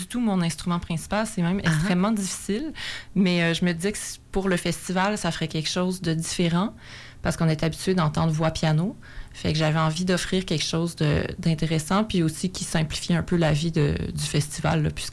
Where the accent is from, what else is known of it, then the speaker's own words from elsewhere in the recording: Quebec, Canada; born there; Moi, je suis née au Lac-Saint-Jean.